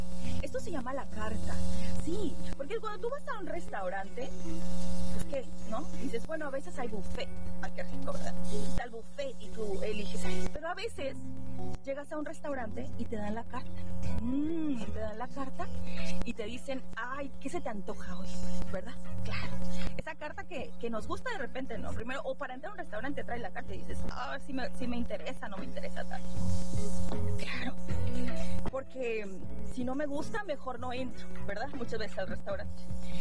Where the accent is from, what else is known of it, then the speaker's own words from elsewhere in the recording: Monterrey, Nuevo León, Mexico; yo soy regia. Sí, yo soy regia.